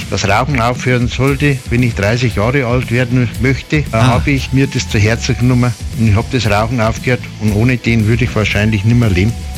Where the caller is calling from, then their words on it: Reitenbuch, Bavaria, Germany; bin aus Reitenbuch, das ist in Mittelfranken.